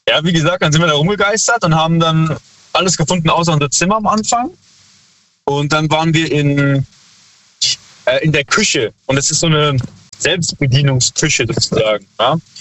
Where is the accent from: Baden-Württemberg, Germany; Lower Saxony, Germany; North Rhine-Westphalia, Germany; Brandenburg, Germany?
Baden-Württemberg, Germany; Heidelberg; Wir sind aus Heidelberg.